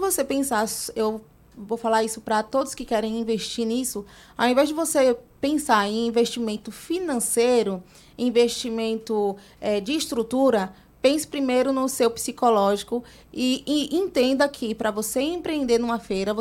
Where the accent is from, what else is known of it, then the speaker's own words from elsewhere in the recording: Vitória da Conquista, Bahia, Brazil; now in Pernambuco, Brazil; Sou de Vitória da Conquista